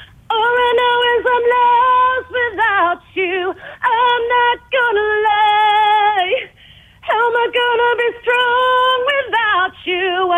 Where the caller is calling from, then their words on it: Mannum, South Australia, Australia; from Manum.